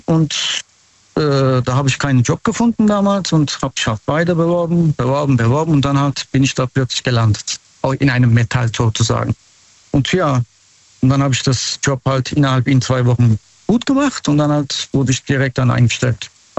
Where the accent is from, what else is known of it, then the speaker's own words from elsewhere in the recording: Mannheim, Baden-Württemberg, Germany; Aus Mannheim.